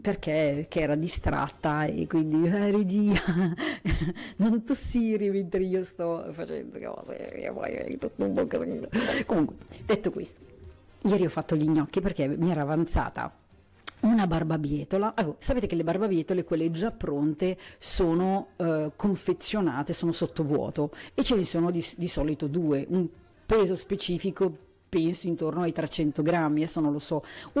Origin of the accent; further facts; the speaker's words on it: northern Italy, Italy; anch'io che sono una polentona, non mi va più di mettermi a cucinare alle 7